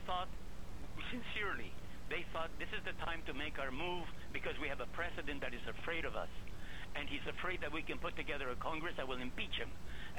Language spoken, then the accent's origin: English; Canada; As a Canadian person who loves America almost as much as I love my country